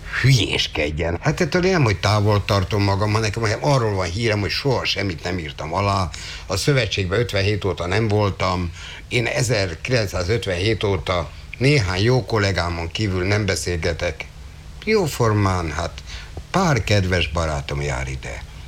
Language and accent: Hungarian; Budapest, Hungary; nem csak azért, mert Józsefvárosból jöttem